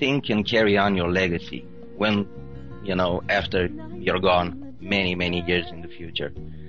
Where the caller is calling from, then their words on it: Romania; I'm calling from Romania.